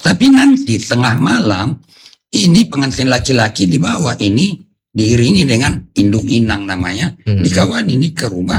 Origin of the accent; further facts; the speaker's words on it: North Sumatra, Indonesia; Saya dulu sebagai orang Batak, sudah ditentukan jodoh saya oleh keluarga.